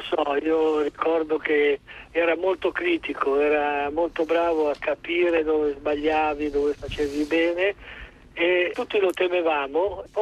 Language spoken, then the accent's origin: Italian; Casaletto Lurano, Lombardy, Italy; eravamo quasi compaesani, no? Lui era di San Zenone Po, io sono di Casale Lurani